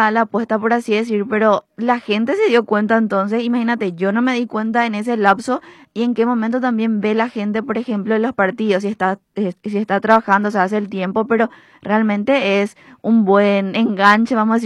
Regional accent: Paraguay; luego ya somos los paraguayos, más o menos

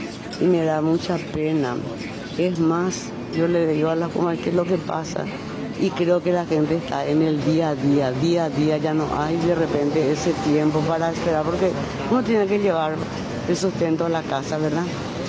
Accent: Paraguay; muchísimos paraguayos, 70.100 salimos para festejar el triunfo de Paraguay.

